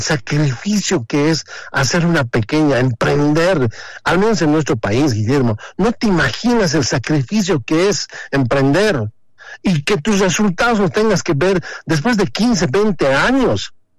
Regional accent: Bolivia

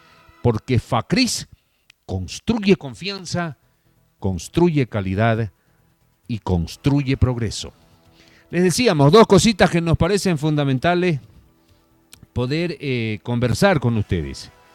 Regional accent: Vallegrande, Santa Cruz, Bolivia; como vallegrandino, nacido, criado, estante y habitante de esta hermosa ciudad de Jesús y Montesclaros de los Caballeros del Gran Valle Grande, porque así se fundó mi ciudad

